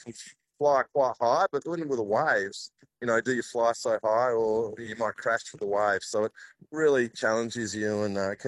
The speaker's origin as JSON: {"language": "English", "town": "Fremantle", "region": "Western Australia", "country": "Australia", "tie": "born or raised there", "said": "I grew up racing here in Fremantle and, you know, on the Swan River. And, you know, we're so lucky in Perth and Fremantle, the conditions we have."}